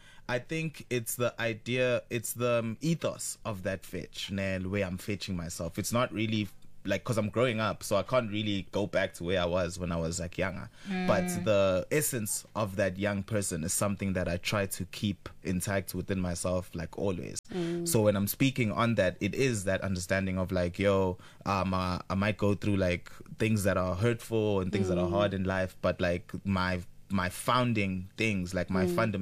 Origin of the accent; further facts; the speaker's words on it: Empangeni, KwaZulu-Natal, South Africa; born there; So I guess I was born in Empangeni in KZN